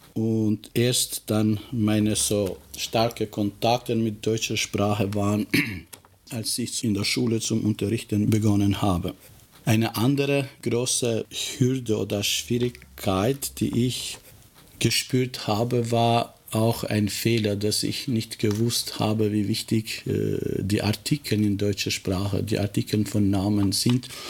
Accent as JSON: {"language": "German", "country": "Kosovo", "first_language": "Albanian", "second_language": "German", "lives_now": "Germany", "said": "Ich bin Albaner, ich komme aus Kosovo."}